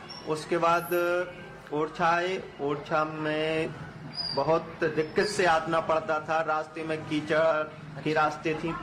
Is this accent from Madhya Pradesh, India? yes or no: yes; Madhya Pradesh, India; born there